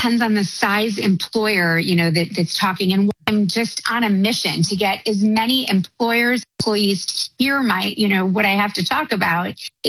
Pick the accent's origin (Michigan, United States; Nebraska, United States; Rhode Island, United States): Michigan, United States; Detroit; Well, I'm a princess from Detroit. I know you're in Cincinnati, but I got mad love for the Midwest.